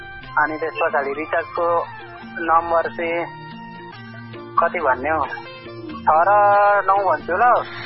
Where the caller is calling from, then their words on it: Kathmandu, Bagmati, Nepal; काठमाडौँबाट।